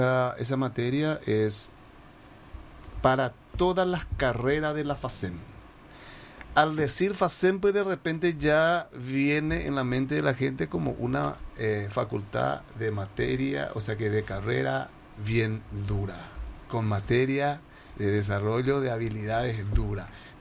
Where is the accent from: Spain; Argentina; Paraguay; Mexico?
Paraguay